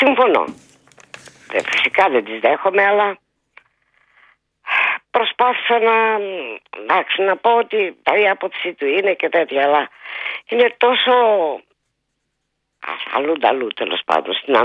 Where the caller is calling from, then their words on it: Greece; ως Ελληνίδα